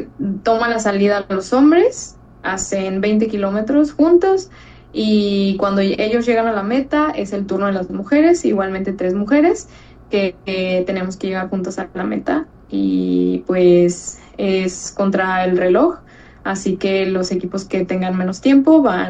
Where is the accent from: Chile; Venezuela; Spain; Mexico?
Mexico; nos ha ayudado mucho como mexicanos